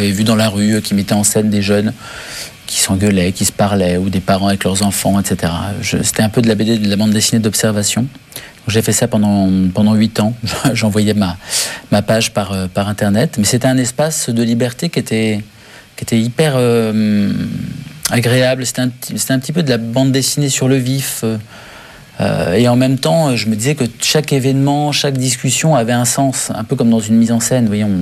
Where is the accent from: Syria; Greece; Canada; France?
Syria; comme on me posait cette question énormément quand j'étais enfant, notamment en Syrie, où les gens dans le village se demandaient